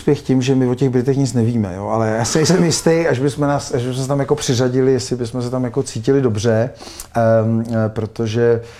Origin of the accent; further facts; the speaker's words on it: Russia; now in Czech Republic; se válčí, tak jsem utek před tou válkou, je to složitý, mohli jsme si o tom vyprávět týdny, ale proč jako já Rus jsem špatný?